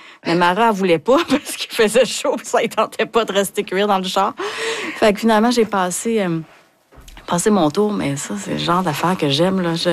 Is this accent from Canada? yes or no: yes; Hauterive, Quebec, Canada; quand on est allé jouer à Bécomo, le monde venait nous voir, je suis de Autrive, moi!